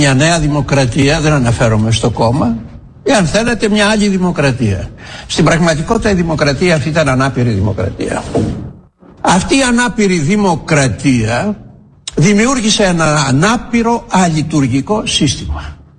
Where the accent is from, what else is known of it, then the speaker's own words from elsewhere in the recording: Peloponnese, Greece; Στην πατρίδα μου τη Μάνη λένε το χαμηλό το γάιδαρο όλοι τον καβαλάνε.